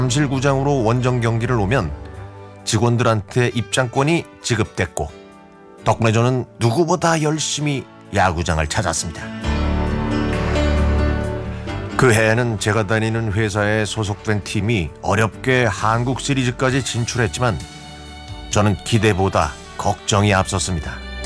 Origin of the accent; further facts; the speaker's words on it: Seoul, South Korea; 저는 서울에서 태어나고 자랐지만 친구들처럼 MBC 청룡을 응원하지 않았습니다.